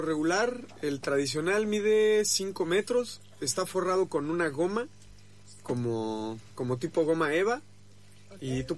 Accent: Mexico; now in Argentina; soy de origen mexicano, con la mitad del corazón argentino ya.

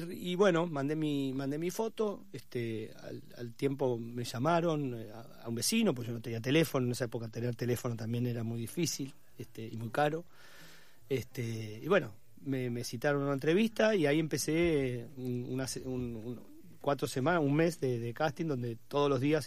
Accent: La Plata, Buenos Aires Province, Argentina; now in Buenos Aires, Argentina; mudé y me quedé en Buenos Aires. Si bien yo conocía el hecho, de la noche de los lápices, porque soy platense

